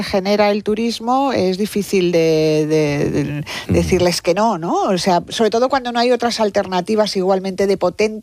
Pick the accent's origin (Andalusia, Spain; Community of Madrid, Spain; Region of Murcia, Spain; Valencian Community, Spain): Community of Madrid, Spain; Madrid; Bueno, yo es que como soy de Madrid, yo Madrid lo tengo que celebrar todos los días.